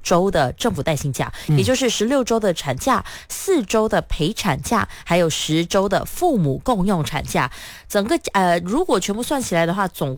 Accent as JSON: {"language": "Chinese", "region": "Johor", "country": "Malaysia", "said": "我是柔佛人"}